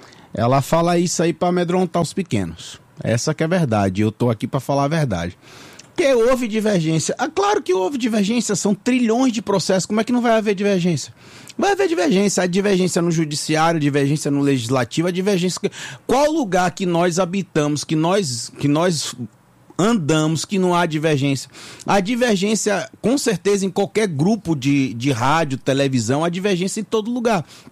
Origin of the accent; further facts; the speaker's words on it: Brazil; É, sou brasileiro.